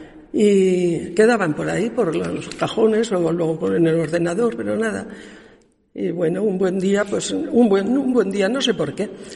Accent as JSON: {"language": "Spanish", "town": "El Barco de Ávila", "region": "Castile and León", "country": "Spain", "tie": "born or raised there", "said": "Soy del Barco de Ávila"}